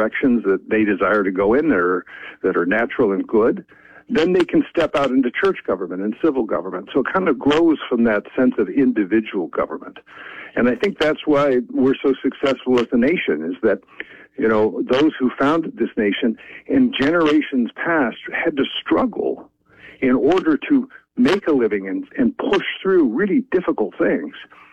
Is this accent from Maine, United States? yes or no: no; Oregon, United States; Well, I'm from Oregon. I'm Central Oregon.